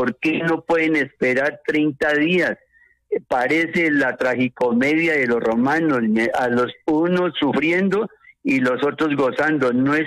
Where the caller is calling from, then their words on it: Popayán, Cauca, Colombia; Soy colombiano, soy patojo